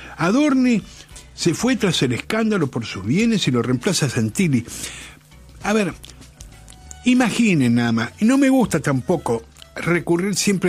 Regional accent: Buenos Aires, Argentina; Yo soy del barrio de Montserrat, del barrio del Mondongo.

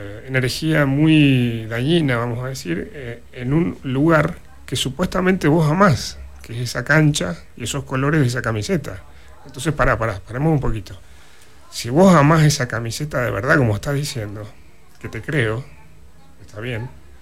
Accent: Argentina; porque somos argentinos descendientes en gran parte o mayoría de europeos, españoles y italianos.

